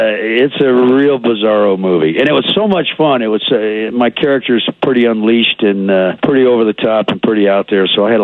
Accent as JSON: {"language": "English", "town": "Marietta", "region": "Georgia", "country": "United States", "tie": "born or raised there", "said": "I was born in Marietta, Georgia. I was born at Kennestone Hospital."}